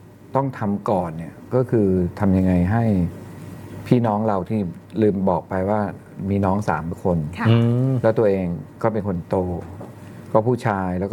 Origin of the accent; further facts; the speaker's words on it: Bangkok, Thailand; born there; เป็นคนเกิดกรุงเทพเลยเกิดกรุงเทพก็พ่อคุณพ่อคุณแม่ก็ย้ายมาจากต่างจังหวัด